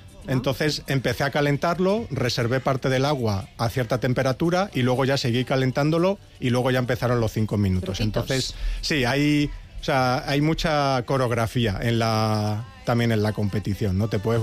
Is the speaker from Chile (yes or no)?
no; Extremadura, Spain; Ah, de Extremadura.